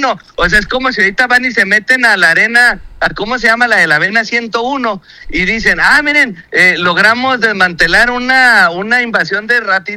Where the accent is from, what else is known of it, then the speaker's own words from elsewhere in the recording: Chihuahua, Mexico; yo soy mexicano. Yo soy mexicano